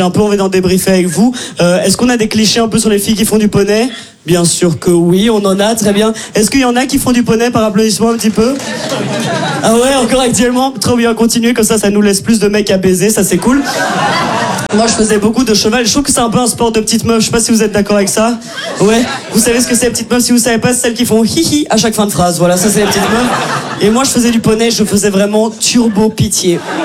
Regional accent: Brussels, Belgium; accent: Brussels

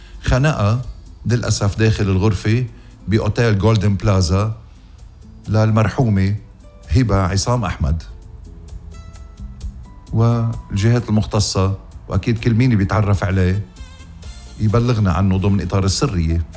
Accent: Ghazir, Keserwan-Jbeil, Lebanon; كنيسة الصعود الإلهي للروم الأرثوذكس بكفر حباب غزير ضيعتي الحلوة

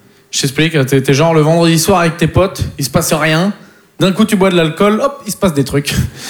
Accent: Poitiers, Nouvelle-Aquitaine, France; Mais bon, en plus, je viens de Poitiers, donc il faut s'occuper.

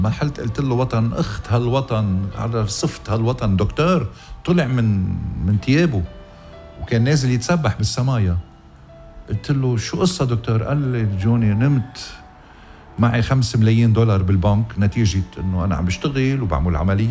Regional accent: Lebanon; وأنه قلت له عم بقول له فترتي أنا لبنانية.

